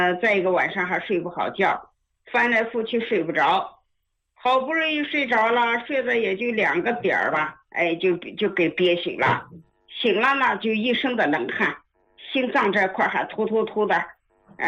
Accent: Tianjin, China; 我是天津的啊

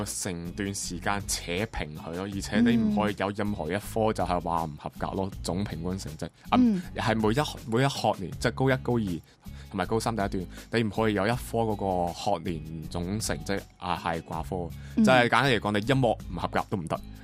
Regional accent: Macau; 我哋澳門人咧去內地高校咧

